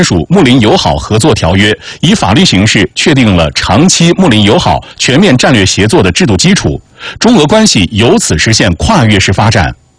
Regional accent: Henan, China; now in Sichuan-Chongqing area, China; 你像我们那个地区，因为我是河南的嘛，我们河南南部的一个信阳地区

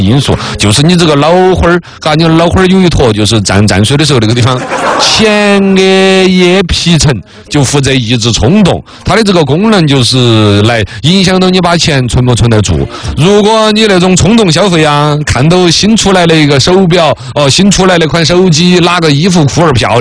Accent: China

